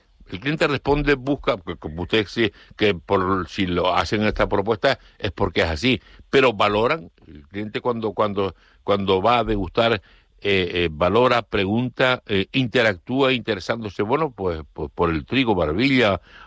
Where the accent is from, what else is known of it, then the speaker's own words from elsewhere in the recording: Tijarafe, Canary Islands, Spain; Yo soy de Tijarafe, como muchos saben, un hombre de campo.